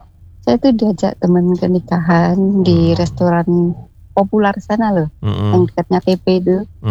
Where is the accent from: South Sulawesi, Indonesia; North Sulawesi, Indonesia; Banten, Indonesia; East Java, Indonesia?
East Java, Indonesia; Tuban; also born or lived in Surabaya; Ya, aku kan asli Tuban, aku kerja di Surabaya.